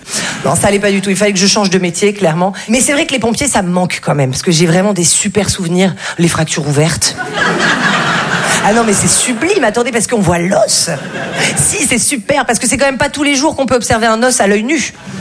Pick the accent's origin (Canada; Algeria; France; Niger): France; Val-de-Blore, Provence-Alpes-Côte d'Azur; Alors après, c'est vrai que là d'où je viens, c'était assez compliqué les trajets en ambulance, parce que moi, je viens d'un tout petit village qui s'appelle Val-de-Blore.